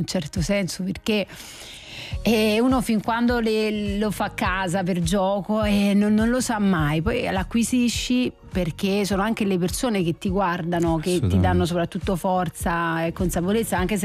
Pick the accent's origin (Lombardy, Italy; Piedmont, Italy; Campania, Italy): Campania, Italy; Naples; siamo napoletani, veraci